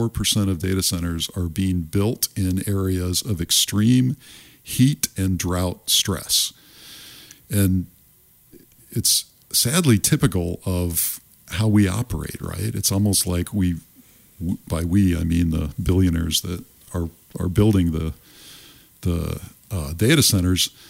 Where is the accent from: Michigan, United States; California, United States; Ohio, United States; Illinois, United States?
Ohio, United States; I grew up in Ohio.